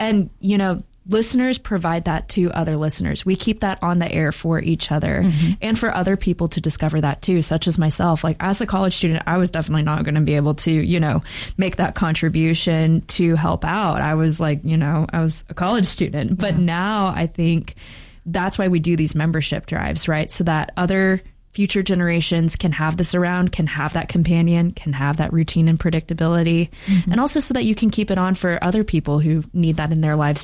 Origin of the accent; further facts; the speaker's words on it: Knoxville, Tennessee, United States; I'm from Knoxville